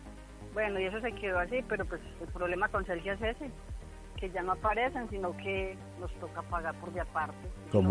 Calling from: Villanueva, Casanare, Colombia; Yo lo llamo acá de Villanueva, Vereda La Soledad.

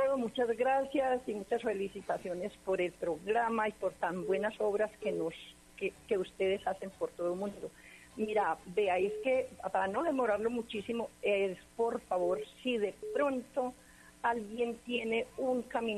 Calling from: Colombia; Pues yo vivo por acá en una finca, cerquita al Vergel.

